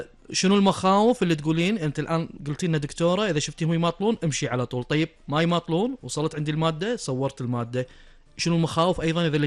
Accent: Kuwait

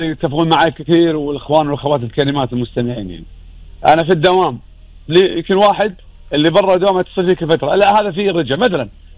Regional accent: Kuwait

